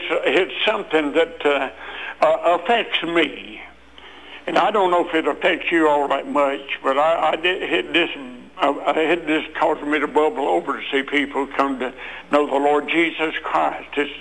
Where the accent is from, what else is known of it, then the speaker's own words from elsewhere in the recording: Mount Airy, North Carolina, United States; she asked me where I was from, and I probably told her that I was from Mount Airy.